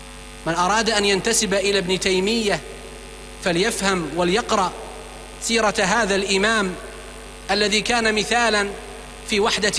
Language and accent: Arabic; Syria; ونحن نبني بلدنا سوريا الجديدة